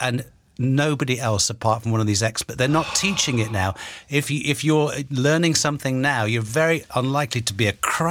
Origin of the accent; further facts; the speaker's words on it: Edinburgh, Scotland, United Kingdom; I grew up in Edinburgh, and they used to call it Old Reeky because of the breweries.